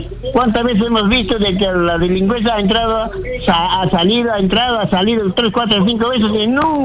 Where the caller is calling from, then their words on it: Lima, Peru; San Martín de Porres.